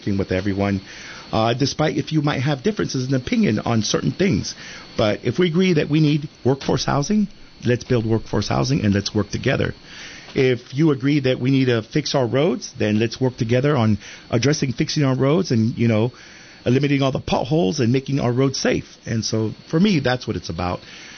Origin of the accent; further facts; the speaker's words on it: Watsonville, California, United States; I was born and raised in Watsonville.